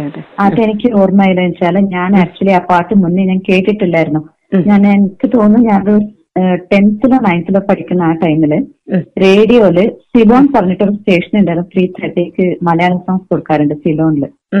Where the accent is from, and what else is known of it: Mysore, Karnataka, India; born there